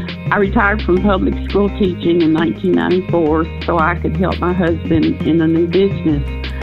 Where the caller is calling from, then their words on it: Conroe, Texas, United States; from Conroe, Texas.